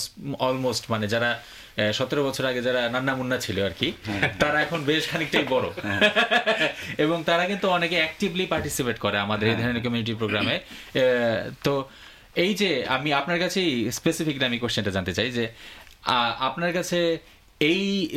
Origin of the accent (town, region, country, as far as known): Bangladesh; now in Australia